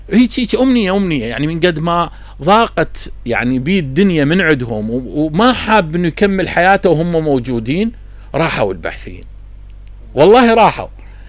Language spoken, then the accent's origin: Arabic; Iraq; احنا كعراقيين